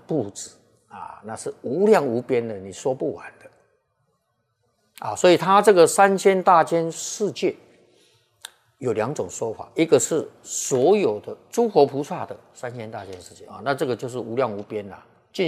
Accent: China; 一般我们讲道立天啊，我们中国人啊，中国道教啊讲这个玉皇大帝啊，

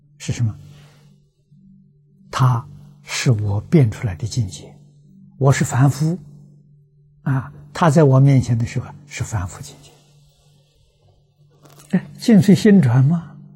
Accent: China

